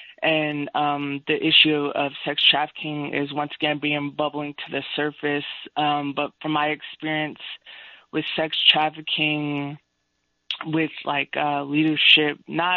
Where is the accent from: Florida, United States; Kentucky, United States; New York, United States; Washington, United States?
Washington, United States; Seattle; I was born and raised in Seattle, so even though I wasn't sex trafficked in Seattle, anybody who's born and raised here knows about Aurora Avenue